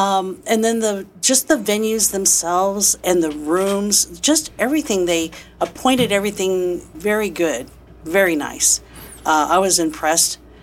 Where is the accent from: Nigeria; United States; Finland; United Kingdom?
United States; Midwest; I grew up in the Midwest